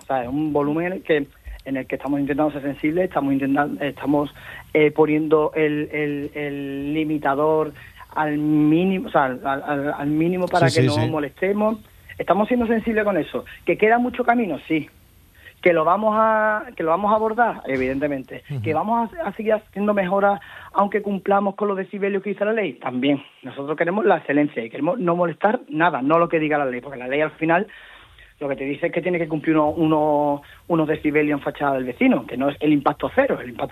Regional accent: Cádiz, Andalusia, Spain; somos gente de Cádiz y queremos caminar.

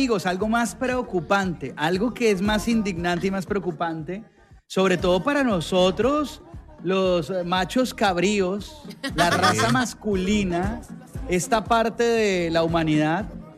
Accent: Colombia

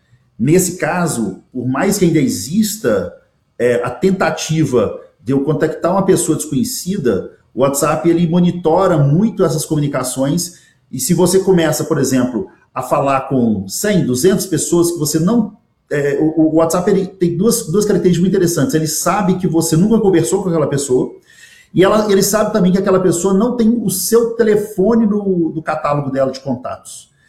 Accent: Brazil; nós somos brasileiros

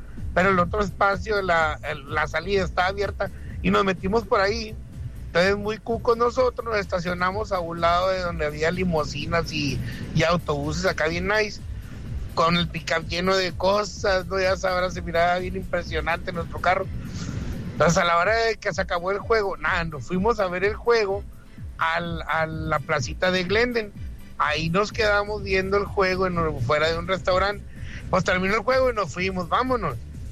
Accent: Mexico; Somos mexicanos.

